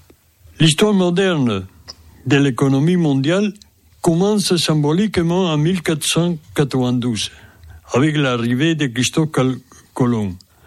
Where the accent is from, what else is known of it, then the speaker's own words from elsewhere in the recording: Peru; moved away as an adult; now in France; Et je suis originaire du sud du Pérou, presque à la frontière avec la Bolivie.